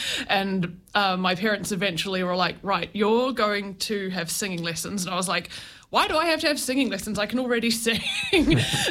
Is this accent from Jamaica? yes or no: no; New Zealand; moved away as an adult; now in London, United Kingdom; This is my first time back in New Zealand in 3 years.